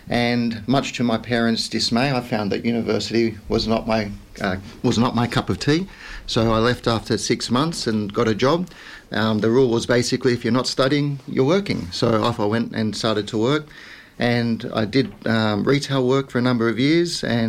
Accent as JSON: {"language": "English", "town": "Glenbrook", "region": "New South Wales", "country": "Australia", "tie": "born or raised there", "said": "It was a really interesting upbringing. Growing up in Glenbrook at that time was very much an Australian-based area. And coming down and being with Dad's side of the family, the different foods, the different music, the different surnames was even something that was quite different."}